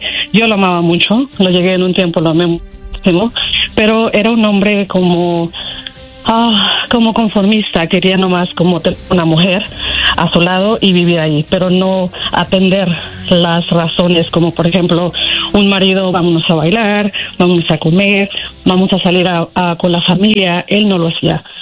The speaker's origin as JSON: {"language": "Spanish", "country": "Mexico", "said": "Y a mí me encantan las carreras de caballo, soy mexicana."}